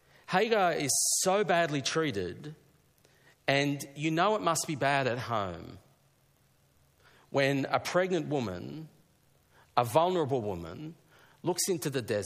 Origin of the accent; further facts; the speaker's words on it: Thirroul, New South Wales, Australia; There's this little shop down south where I grew up in Thirroul called Buck Hamblin.